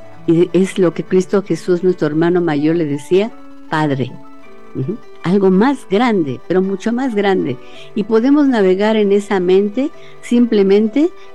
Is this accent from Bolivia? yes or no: no; Mexico